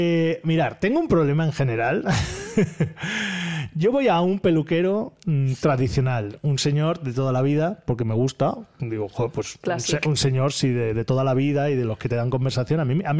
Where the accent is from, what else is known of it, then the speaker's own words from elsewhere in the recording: La Rioja, Spain; Porque claro, ve que no soy de aquí, que soy riojano porque no tengo el acento del albaicín.